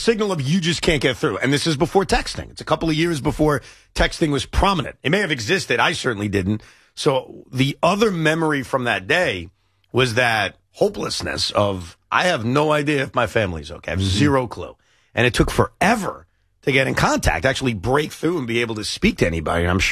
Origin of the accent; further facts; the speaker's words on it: New York, United States; moved away as an adult; also born or lived in Washington, D.C.; as a New Yorker living down there